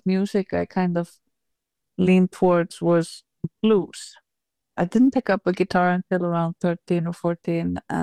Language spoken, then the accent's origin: English; Reykjavik, Capital Region, Iceland; We're all from Reykjavik, Iceland.